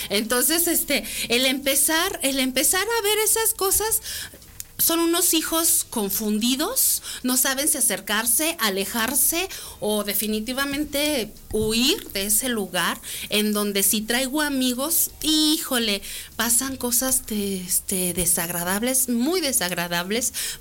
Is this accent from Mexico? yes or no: yes; León, Guanajuato, Mexico; soy de León, Guanajuato